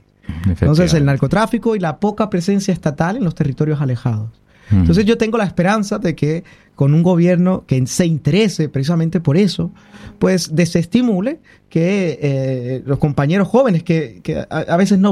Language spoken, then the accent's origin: Spanish; Colombia; yo tengo 36 años. Ajá. Y probablemente no recuerdo nunca que en mi país